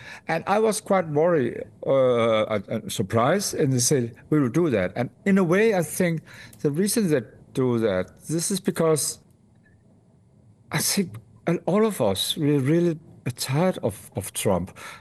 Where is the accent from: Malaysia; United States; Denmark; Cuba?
Denmark; I come from a small state. I come from Denmark.